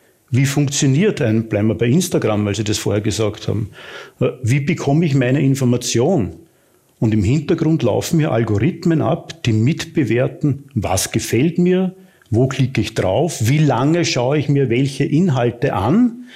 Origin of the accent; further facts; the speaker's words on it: Austria; Und da sind wir als Österreicher genau mittendrin.